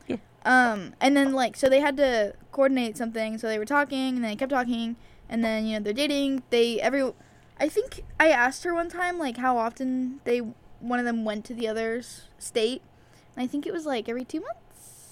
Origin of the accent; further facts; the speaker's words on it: Puyallup, Washington, United States; born there; moved away; also born or lived in Edmonds, Washington; we moved after I was, 2 weeks after I was born from Edmonds, Washington, to Puyallup, Washington. And then we moved to where I live now.